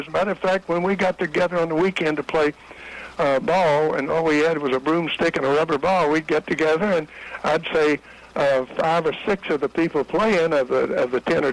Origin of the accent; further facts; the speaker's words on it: Florence, Alabama, United States; moved away as an adult; I was born in Florence, Alabama, 1924, in the country, out in the country.